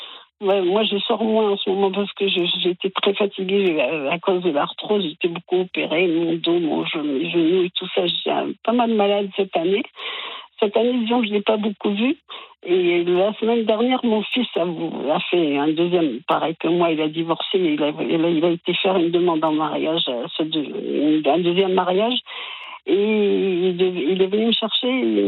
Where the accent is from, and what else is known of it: Italy; now in France